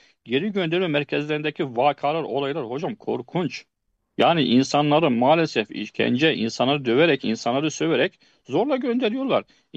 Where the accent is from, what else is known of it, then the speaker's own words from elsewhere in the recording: Syria; Patrona diyorum ki ben Suriyeliyim. Bana çalışma izni çıkart.